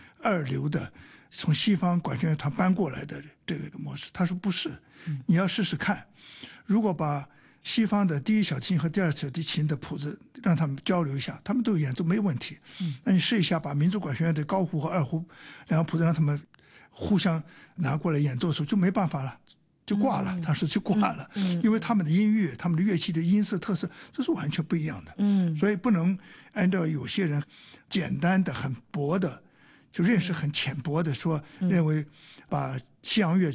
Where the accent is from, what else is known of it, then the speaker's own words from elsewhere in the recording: Hong Kong; 但我们香港人喜欢这么说交响化